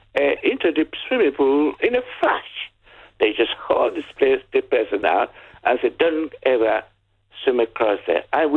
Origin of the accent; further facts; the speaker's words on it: Nigeria; first language Yoruba; English is a second language; moved away as an adult; now in England; But I said it in Yoruba, my first language.